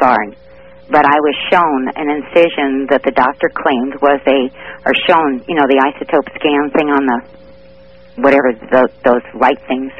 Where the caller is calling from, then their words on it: Seattle, Washington, United States; I'm calling from KVI in Seattle.